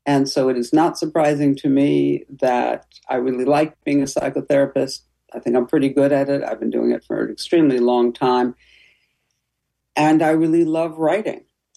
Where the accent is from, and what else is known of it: New York, United States; now in Connecticut, United States